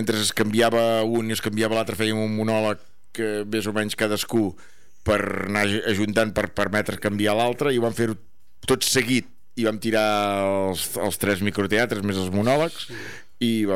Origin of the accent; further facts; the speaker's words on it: Catalonia, Spain; per fer-los saber a tot arreu on anem que som d'Arbós i som de Sant Hilari.